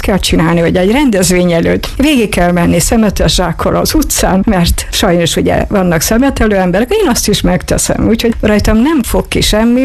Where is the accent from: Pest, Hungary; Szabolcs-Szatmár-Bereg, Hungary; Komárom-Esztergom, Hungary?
Szabolcs-Szatmár-Bereg, Hungary; Fülpösdaróc; born there; moved away; Itt születtem, drága kis szülőfalunkban, Fülpösdarócon